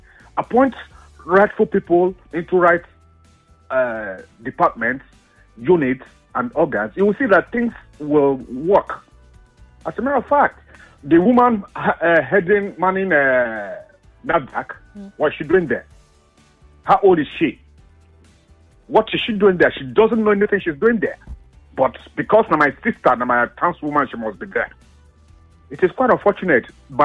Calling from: Ikeja, Lagos, Nigeria; I'm calling you from Ikeja.

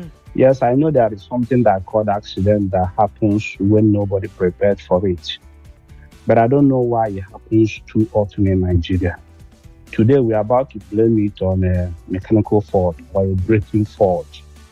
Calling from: Ontario, Canada; I'm calling from Ontario in Canada.

